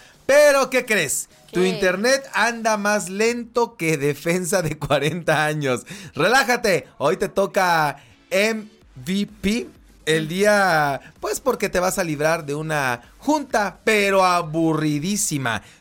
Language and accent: Spanish; Mexico; me cae que como mexicanos nos pintamos solos.